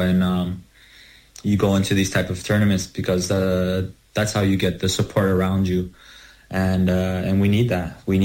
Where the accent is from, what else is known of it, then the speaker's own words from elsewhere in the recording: Brampton, Ontario, Canada; growing up in Brampton and playing, you know, on the streets and at the schools and at the parks in that city.